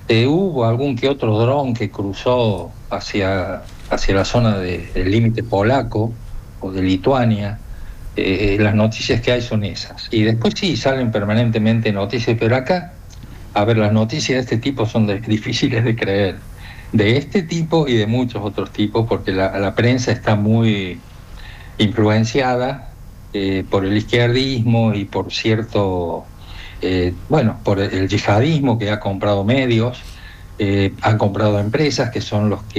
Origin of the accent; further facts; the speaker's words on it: Argentina; now in Spain; habiendo vivido tantos años en Argentina y participado de las organizaciones comunitarias